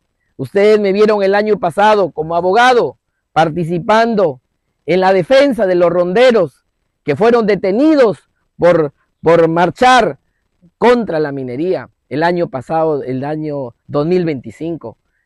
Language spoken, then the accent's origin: Spanish; Tambogrande, Piura, Peru